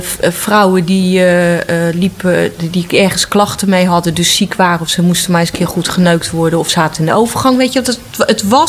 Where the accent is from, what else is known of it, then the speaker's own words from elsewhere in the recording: Utrecht, Netherlands; born there; Ik ben op de Oude Gracht geboren.